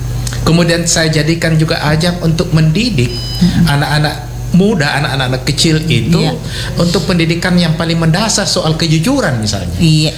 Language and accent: Indonesian; Makassar, South Sulawesi, Indonesia; kita sebagai orang Makassar, rumah balak barak kakak di Galesung